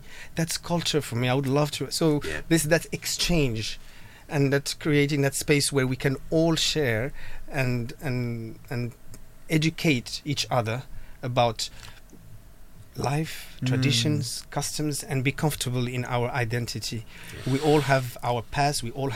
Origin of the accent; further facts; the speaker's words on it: Morocco; now in Australia; I am exotic from Morocco or from Australia, but when I come over here to Australia, having Vegemite on a toast, that is exotic for me.